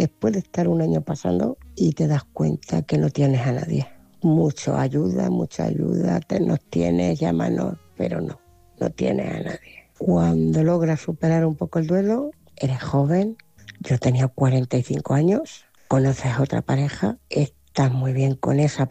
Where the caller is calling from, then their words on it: Ciudad Real, Castilla-La Mancha, Spain; de Ciudad Real